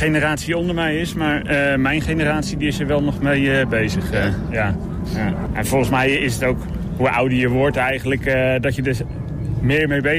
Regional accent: Sassenheim, South Holland, Netherlands; ik kom uit Sassenheim, geboren en getogen.

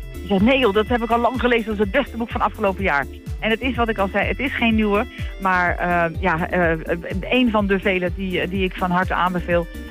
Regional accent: Apulia, Italy; moved away; wij komen natuurlijk zelf uit Puglia

